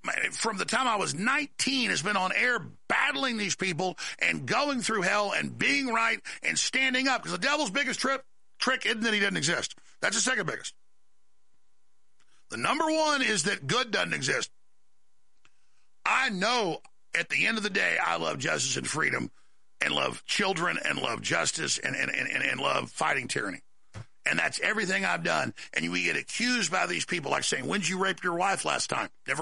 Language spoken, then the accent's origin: English; United States; Because I'm an American fighting tyrants